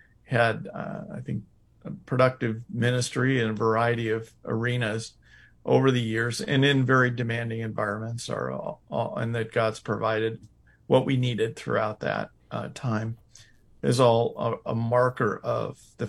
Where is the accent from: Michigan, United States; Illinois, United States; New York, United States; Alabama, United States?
Illinois, United States; moved away as an adult; because I was from Illinois and didn't follow Indiana schools that closely